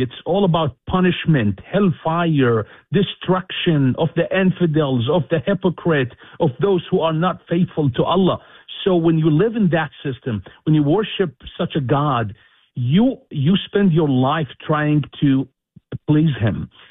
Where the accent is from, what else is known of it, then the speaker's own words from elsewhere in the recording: Jordan; moved away as an adult; also born or lived in Lebanon; that journey started when I was 18 years old, and then I moved from Jordan to Lebanon, because in Jordan, 99% are Sunni Muslims.